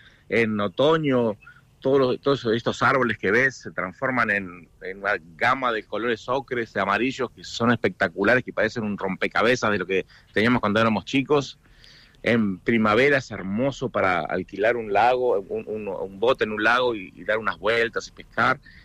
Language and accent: Spanish; Comodoro Rivadavia, Chubut, Argentina; now in Kansas, United States; Los dos somos de Comodoro, sí.